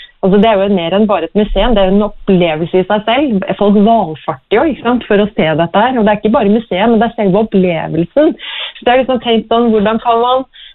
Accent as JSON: {"language": "Norwegian", "town": "Kragerø", "region": "Telemark", "country": "Norway", "lives_now": "Tinn, Norway", "said": "Så jeg kommer jo fra Kragerø som er sommerby, men det er da ingenting som slår sommer i Tinn heller. Så Tinn er, vil jeg kalle hjem."}